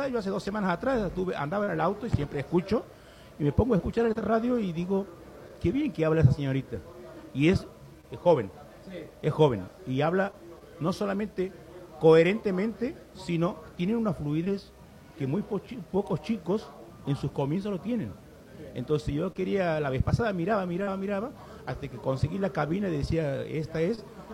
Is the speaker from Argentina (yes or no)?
yes; Santiago del Estero, Argentina; yo soy de acá, de Santiago del Estero, soy comisario deportivo